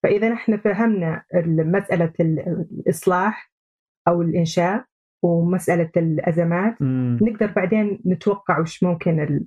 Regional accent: Saudi Arabia; لنا إحنا كسعوديين،

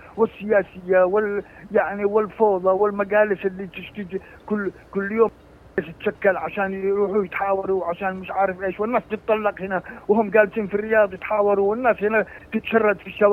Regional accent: Aden, Yemen

